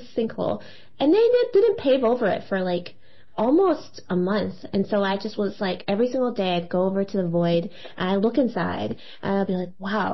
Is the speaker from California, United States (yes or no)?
no; New Jersey, United States; I grew up in Jersey, and so I used to go to Chinatown all the time in New York City